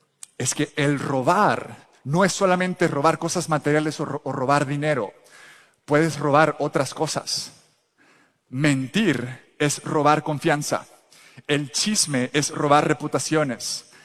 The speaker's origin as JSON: {"language": "Spanish", "country": "El Salvador", "tie": "born or raised there", "moved": "yes", "lives_now": "United States", "said": "cuando yo crecí en El Salvador"}